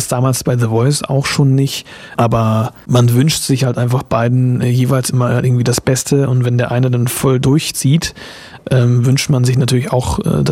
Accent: Lindau, Schleswig-Holstein, Germany; also born or lived in Eckernförde / Dollerup; da bin ich geboren, genau, und aufgewachsen in Lindau. Nicht Lindau am Bodensee, sondern Lindau an der Schlei, ganz im Norden.

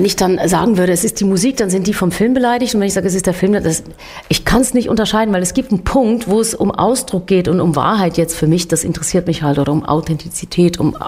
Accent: Switzerland; bei uns in der Schweiz jetzt gerade, blase ich mich gerne mal auf, weil wir Schweizer sind ja sonst so bescheiden

